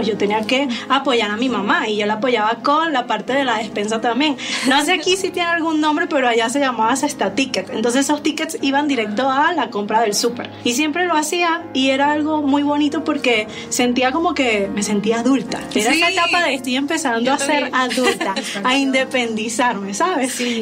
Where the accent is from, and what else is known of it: Venezuela; moved away as an adult; now in Mexico